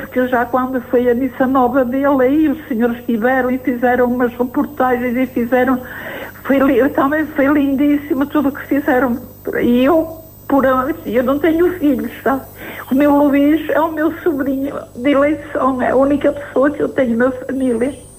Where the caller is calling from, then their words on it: Rio Tinto, Norte, Portugal; Sou do Rio Tinto, não sou daí de Valdecâmara.